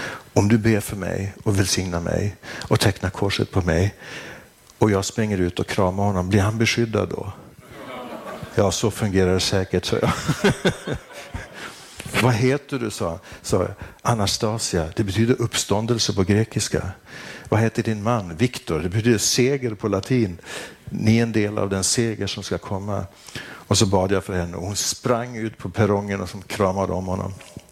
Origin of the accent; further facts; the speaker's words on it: Sweden; jag är präst från Sverige.